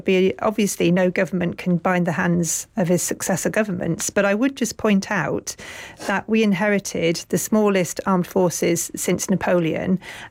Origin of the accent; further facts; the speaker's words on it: Darlington, North East England, United Kingdom; I grew up in Darlington, which has got the biggest army base in Europe, I believe, when I was growing up, right next door in Catterick.